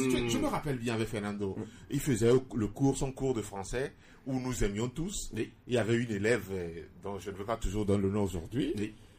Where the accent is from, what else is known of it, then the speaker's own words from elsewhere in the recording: Togo; Non, je ne suis pas européen, je suis togolais.